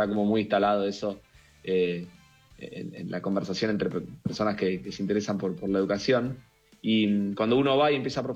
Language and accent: Spanish; Argentina